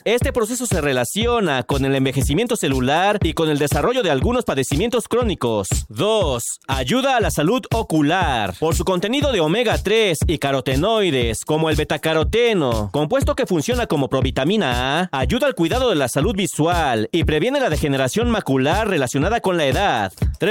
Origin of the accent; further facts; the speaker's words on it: Mexico; soy mexicano.